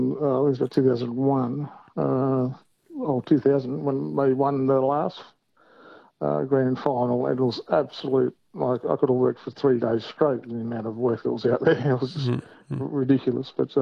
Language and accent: English; Newcastle, New South Wales, Australia; I'm actually from Newcastle